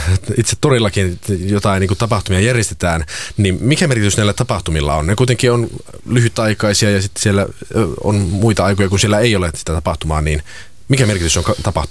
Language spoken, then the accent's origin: Finnish; Lappeenranta, South Karelia, Finland; Minun kotikaupungissa Lappeenrannassa